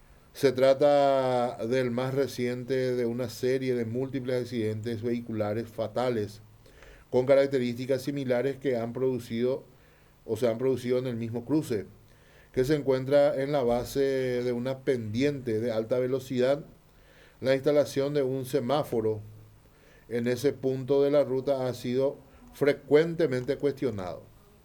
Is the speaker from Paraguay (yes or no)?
yes; Paraguay; esta fecha en particular que nos caracteriza como paraguayos.